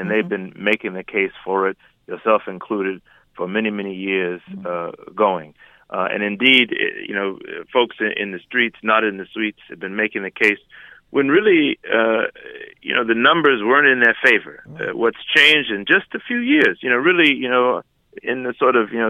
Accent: Detroit, Michigan, United States; in the great city of Detroit, my hometown, and around the country and around the world.

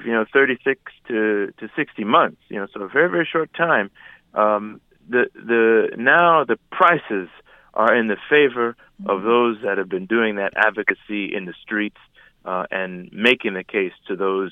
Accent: Detroit, Michigan, United States; born or raised there

